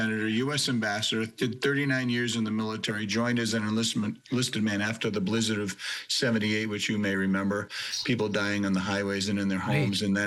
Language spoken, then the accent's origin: English; Rye, United States; my hometown of Rye